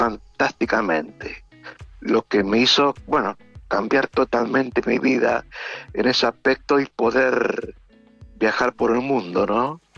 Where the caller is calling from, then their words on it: Buenos Aires, Argentina; yo en realidad vivo en Buenos Aires.